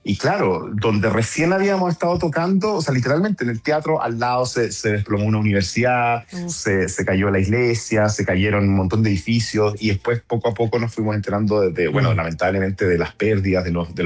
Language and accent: Spanish; Chile; Yo, como chileno